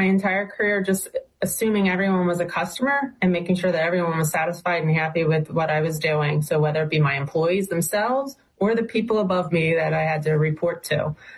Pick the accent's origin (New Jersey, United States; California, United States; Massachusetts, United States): New Jersey, United States; Washington Township; I'm from Washington Township in a small little area called Mango Court is where I grew up.